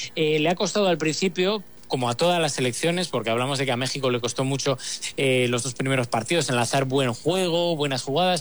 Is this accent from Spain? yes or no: yes; Spain; now in United States; para mí, como español, que ahora mismo está viviendo aquí en Estados Unidos, me da una envidia sana tremenda, ¿no?